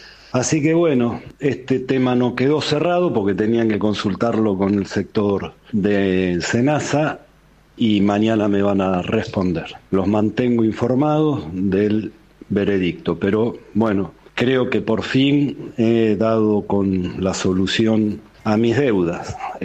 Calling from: Lanús, Buenos Aires Province, Argentina; de Lanús.

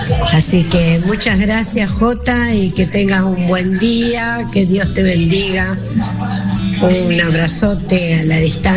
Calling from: Cábana, Argentina; de Cábana.

